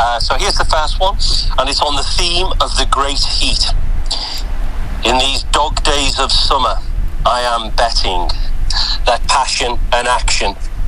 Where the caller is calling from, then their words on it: Occitania, France; In fact, this week I'm calling from France, Emmeline.